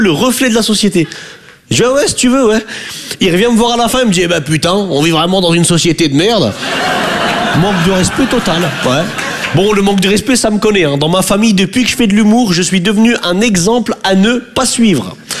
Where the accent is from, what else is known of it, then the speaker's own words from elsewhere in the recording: northern France, France; now in Paris, France; Je viens du nord de la France.